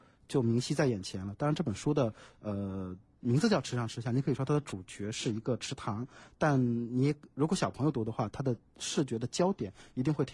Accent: China; 我们中国人

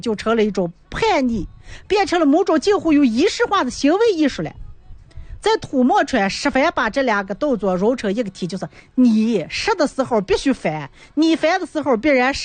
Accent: Yan'an, Shaanxi, China; 我是陕西延安的延安宝塔区的

